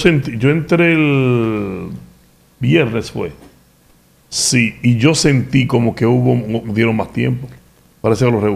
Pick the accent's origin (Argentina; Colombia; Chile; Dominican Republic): Dominican Republic